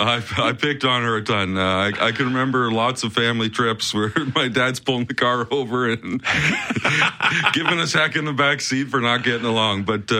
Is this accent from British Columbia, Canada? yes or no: no; Stratford, Ontario, Canada; also born or lived in Orangeville, Ontario; So we moved to Stratford, Ontario. It's a small town of about, it was 27,000 people when I was there. That obviously was 30 years ago.